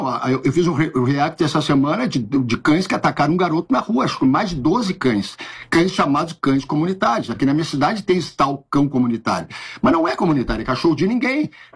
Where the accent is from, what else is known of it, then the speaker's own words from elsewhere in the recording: Porto Alegre, Rio Grande do Sul, Brazil; Eu sou de Porto Alegre, eu lembro de estar em debates na televisão lá e rádio